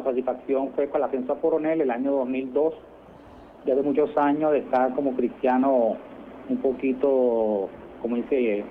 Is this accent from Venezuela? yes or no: yes; Caracas, Capital District, Venezuela; also born or lived in southern Venezuela; Yo nací aquí en Caracas, viví al sur de Venezuela.